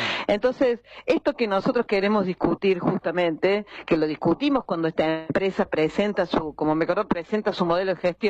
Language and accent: Spanish; Córdoba, Argentina; accent: cordobés; now in Buenos Aires, Argentina; Soy de Córdoba, pero sí vivo acá en Buenos Aires.